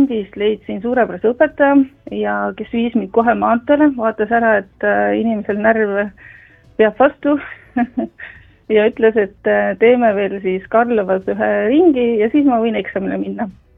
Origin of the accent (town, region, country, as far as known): Tartu, Tartu County, Estonia